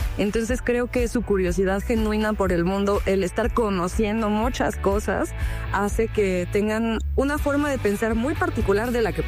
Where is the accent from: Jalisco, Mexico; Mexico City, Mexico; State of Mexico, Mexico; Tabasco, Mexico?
Mexico City, Mexico; quienes crecimos, sobre todo en la Ciudad de México y área metropolitana